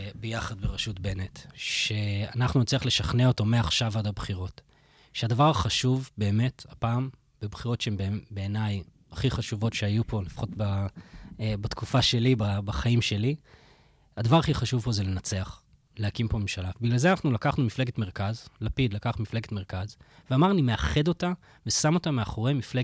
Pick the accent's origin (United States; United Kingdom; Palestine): United Kingdom; England; now in Israel; באנגליה, שם גדלתי, והייתי שם